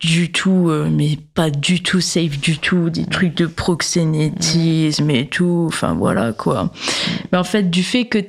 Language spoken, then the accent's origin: French; Hauts-de-France, France; je viens du Nord